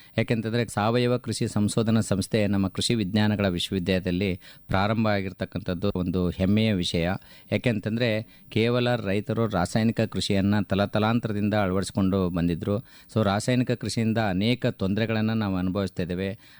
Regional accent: Karnataka, India; ನಮ್ಮ ಜಿಲ್ಲೆಯಲ್ಲಿ ಅಂದರೆ ನಮ್ಮ ರಾಜ್ಯದಲ್ಲಿ

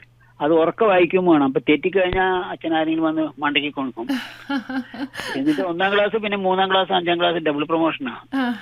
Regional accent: Palakkad, Kerala, India; കൽപ്പാത്തിയിലെ താമസം.

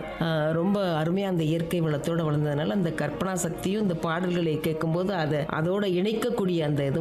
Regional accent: Kattachozhapatti, Tamil Nadu, India; வெள்ளலூர் நாடு என்று இருக்கக்கூடிய கிராமிய கட்டமைப்புள்ள அந்த பகுதியில் கட்டச்சோளப்பட்டிங்கிற கிராமத்தில் பிறந்தேன்.

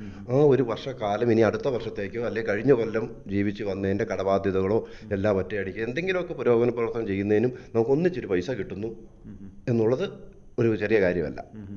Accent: Kerala, India; എരുളഞ്ചാല് പ്രദേശത്ത് ഞങ്ങളുടെ നാട്ടിലുണ്ടായിരുന്നത്.

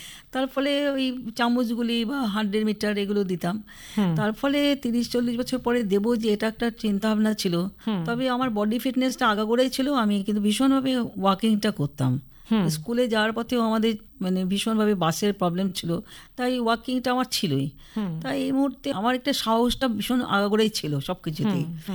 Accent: West Bengal, India; আমরা উত্তরবঙ্গের ছেলেমেয়েরা

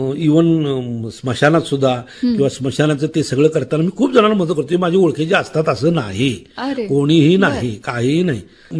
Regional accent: Ajara, Maharashtra, India; आमच्याकडे आजऱ्याला एक ग्रंथालय आहे, जे पटवर्धन सरकार इचलकरंजी त्यांनी केलेलं आहे. ते त्यांचं संस्थान होतं, आमचं गाव त्यांचं संस्थान होतं.

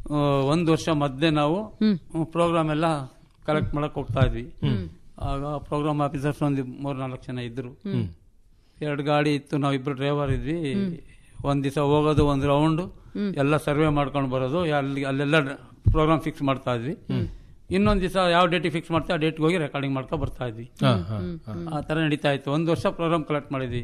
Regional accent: Hassan, Karnataka, India; ಊರು ನಮ್ದು Haasan city, first block Rajaghatta.

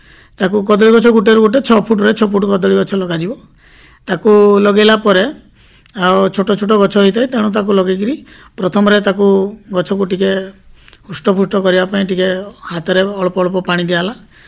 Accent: Chhendkapur, Odisha, India; ମୁଁ ଛେଣ୍ଡକାପୁରୁ ଆସିଛି।

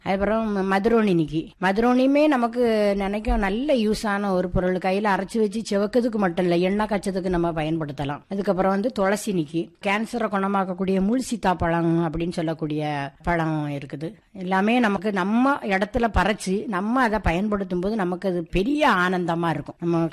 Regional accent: Tamil Nadu, India

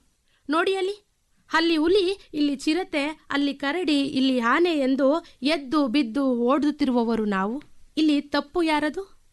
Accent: Nanjangud, Karnataka, India; ನಾನು ಮೈಸೂರು ಜಿಲ್ಲೆಯ ನಂಜನಗೂಡಿನವಳು. … ಹಾಗೂ ತಾಯಿ ಕಮಲಾಕ್ಷಮ್ಮ. ನಾನು ಹುಟ್ಟಿದ್ದು ಬೆಳೆದುದ್ದು ಎಲ್ಲವೂ ನಂಜನಗೂಡಿನಲ್ಲೇ. ನನ್ನ ಪ್ರಾಥಮಿಕ ಶಿಕ್ಷಣದಿಂದ ಪದವಿ ಹಂತದವರೆಗೂ ಸಹ ನಾನು ನಂಜನಗೂಡಿನಲ್ಲೇ ಓದಿದ್ದು.

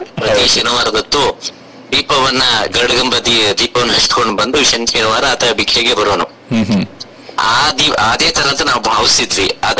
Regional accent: Karnataka, India; born there; moved away; ನಾವು ಮೂಲತಃ ದಕ್ಷಿಣ ಕರ್ನಾಟಕದವರಾದ್ರೆ ತುಮಕೂರು ಭಾಗದವರಾದ್ರೆ

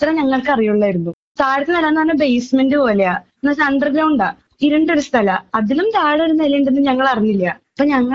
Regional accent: Thrissur, Kerala, India; Thrissur സ്വദേശിനിയാണ്.

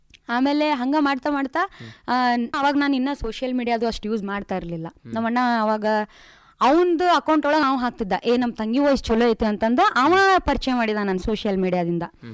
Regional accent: Dharwad district, Karnataka, India; moved away; ಮೂಲತಃ ನಾನು ಧಾರವಾಡ ಜಿಲ್ಲೆ ಕಲಗಡಿ ತಾಲೂಕು ಜೊಳ್ಳಿ ಊರ ಆಕ್ರಿ. ಜೊಳ್ಳಿ ಅನ್ನೋ ಒಂದು ಸಣ್ಣ ಗ್ರಾಮದಾಗ ನಾನು. ಸೊ ಅಲ್ಲಿಂದನ ಬಂದಿದ್ದು.

